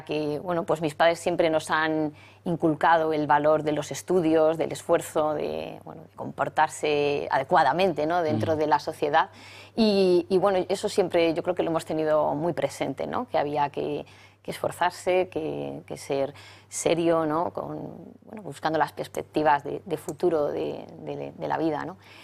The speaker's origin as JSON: {"language": "Spanish", "town": "Segovia", "region": "Castile and León", "country": "Spain", "tie": "born or raised there", "said": "Bueno, pues somos una familia de Segovia pues muy normal, muy, muy estándar. Soy la segunda de 4 hermanos."}